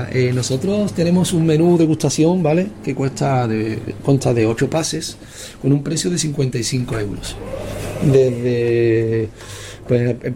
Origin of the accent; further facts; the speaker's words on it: Cádiz, Andalusia, Spain; soy director gastronómico del Hotel Palacio Los Riagas, soy de Cádiz y estoy viviendo una aventura gastronómica en Vitoria.